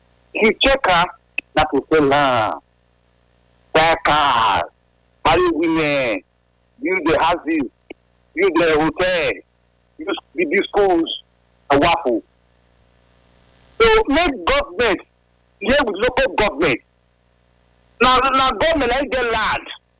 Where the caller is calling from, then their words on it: Israel; I'm calling from Israel.